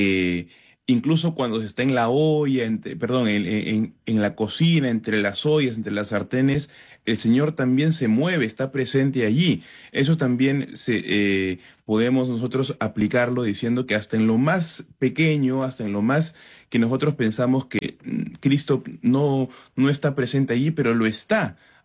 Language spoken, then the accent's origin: Spanish; Peru; también lo asociaba un poco el tema a nuestra misión como ciudadanos, como peruanos, ¿no?